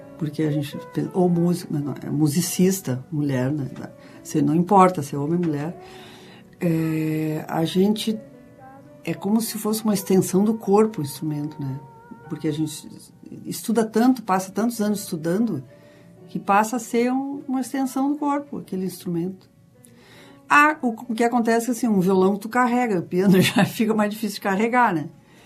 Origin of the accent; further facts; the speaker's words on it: Nova Prata, Rio Grande do Sul, Brazil; also born or lived in Caxias do Sul / Porto Alegre; Aí, eu sou de Nova Prata.